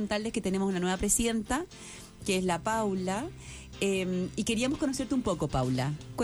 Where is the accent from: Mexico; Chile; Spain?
Chile; Yo soy verdaderamente chilena, les digo. … no tengo ningún apellido extranjero.